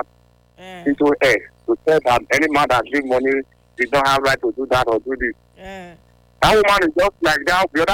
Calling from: Dubai, United Arab Emirates; I'm coming from Dubai.

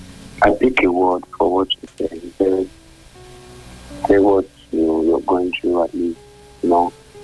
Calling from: Nigeria; So, we all are Nigerians.

